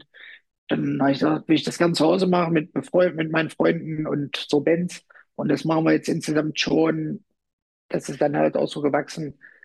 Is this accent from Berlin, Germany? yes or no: no; Rübeland, Saxony-Anhalt, Germany; so bin ich halt aufgewachsen hier oben bei uns im Harz, in Rübeland. Das war immer so das kleine Zeckendorf, das Galgendorf.